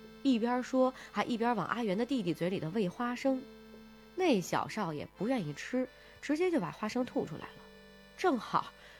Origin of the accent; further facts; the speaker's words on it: Northeast China, China; 我们老家在东北，